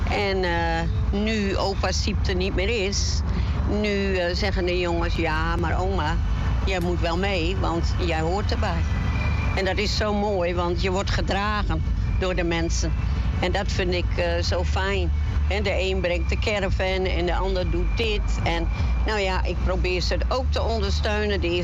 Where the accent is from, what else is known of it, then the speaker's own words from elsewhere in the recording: Ruischerbrug, Groningen, Netherlands; En ik kom uit Groningen. Ruisgebrug. Een plaatsje tegen Groningen aan.